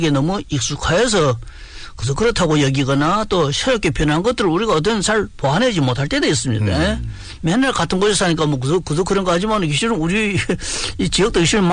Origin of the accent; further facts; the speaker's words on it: Longjing, Jilin, China; 저는 고향이 용정인데 제가 태어나서부터 대학 입학 전까지 줄고 살았던 집이 그 20여 년 전에 도로건 설용지에 포함돼서